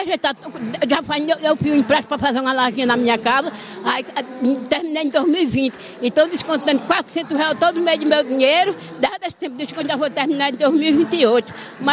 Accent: Paraíba, Brazil; Eu vim da Paraíba em 2010, morrendo, coração inchado, não tinha médico, tinha nada, tinha cirurgia, eu vim da Paraíba, sofrendo, e meu marido.

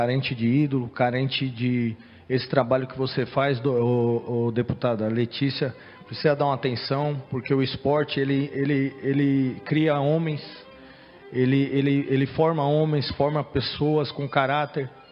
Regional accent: São Paulo, Brazil; Nascido e criado na Zona Sul de São Paulo

